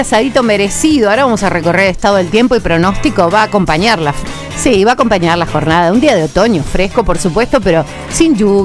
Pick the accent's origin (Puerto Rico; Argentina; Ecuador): Argentina; moved away; Cuando regreso a Argentina, arranco acá este programa el 6 de octubre de 2025.